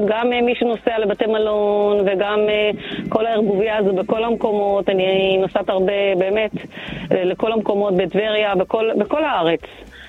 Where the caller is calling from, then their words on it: Haifa, Haifa District, Israel; אנחנו בעיקרון מהעיר חיפה